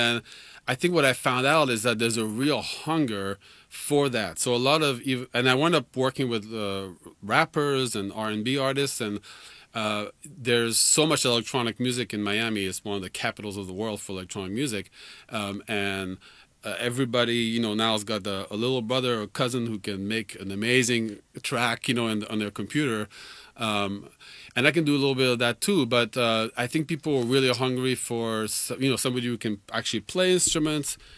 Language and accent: English; France; And then I grew up in France. So in France, he was like absolutely like the war.